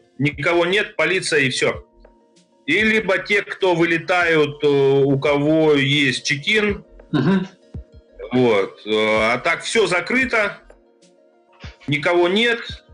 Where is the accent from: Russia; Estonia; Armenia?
Russia; Я говорю: я из России.